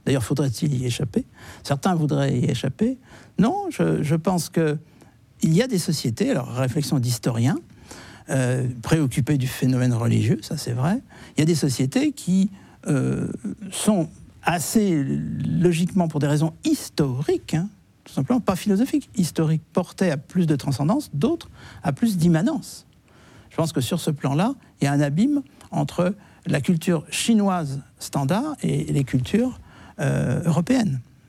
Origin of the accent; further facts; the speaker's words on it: France; je suis français, même si j'étais par ailleurs juif